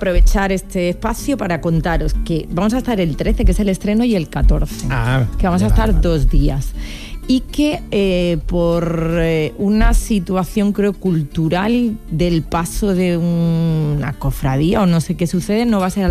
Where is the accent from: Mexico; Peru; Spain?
Spain; Vilafranca del Penedès, Catalonia; now in Seville, Spain; De Barcelona. Soy de Vilafranca del Penedès, de un pueblo de Barcelona. Mis padres emigraron, andaluces, mi padre de Sevilla, mi padre de Melilla, y yo pues volví a la tierra que me encanta y donde soy feliz